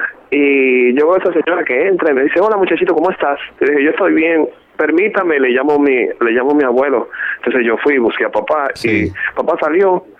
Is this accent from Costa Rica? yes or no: no; Dominican Republic; born there; Yo soy dominicano de nacimiento. Soy el menor de 8 hermanos.